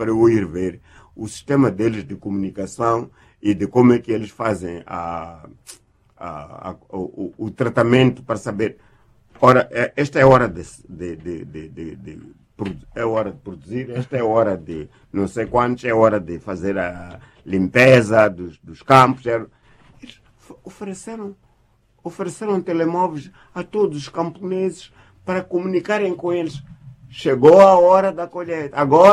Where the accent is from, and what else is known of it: Jangamo, Inhambane, Mozambique